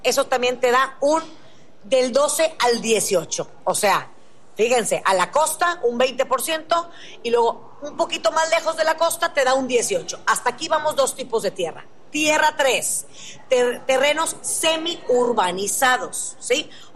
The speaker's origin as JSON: {"language": "Spanish", "town": "Monterrey", "region": "Nuevo León", "country": "Mexico", "said": "Tú sabes que yo soy regia y ese capital inteligente"}